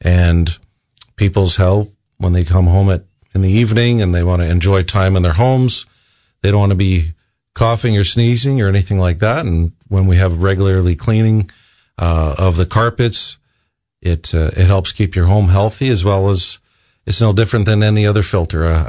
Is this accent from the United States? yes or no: no; Ste. Rose du Lac, Manitoba, Canada; I was born and raised in St. Rose du Lac, Manitoba, and growing up, I worked with my dad … we cleaned.